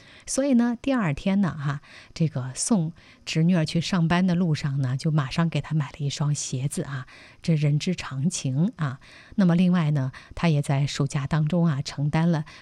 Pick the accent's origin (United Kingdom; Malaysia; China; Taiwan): China